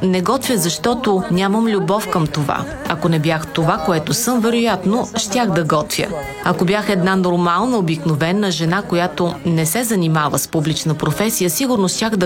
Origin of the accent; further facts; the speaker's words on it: Žitorađa, Southern and Eastern Serbia, Serbia; И когато се върна в моето родно място, Житораджа, където съм родена, макар че повече от 30 години не живея там